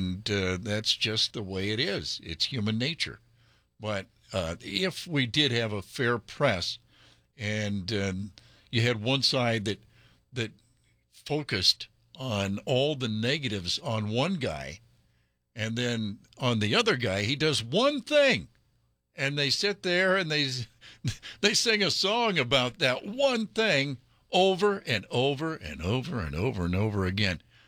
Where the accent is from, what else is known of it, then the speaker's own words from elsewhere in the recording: United States; as an American